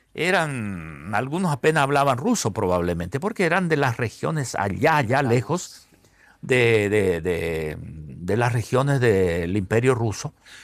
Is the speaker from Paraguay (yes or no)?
yes; Paraguay; somos paraguayos.